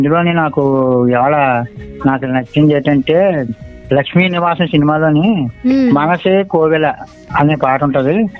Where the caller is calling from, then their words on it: Kakinada district, Andhra Pradesh, India; మాది కాకినాడ జిల్లా దొరకాడమ్మా.